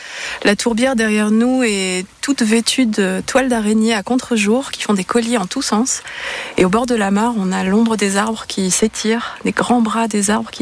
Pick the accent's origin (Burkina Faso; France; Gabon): France; Grand Est; Et j'ai grandi en Lorraine, dans une région qui est très riche en carrières, en forêts, en milieux assez magiques et insoupçonnés.